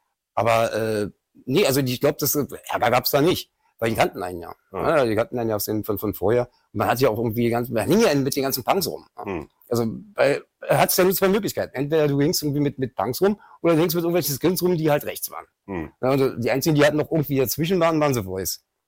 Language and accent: German; Berlin, Germany; Geboren in Schöneberg, groß geworden in Kreuzberg.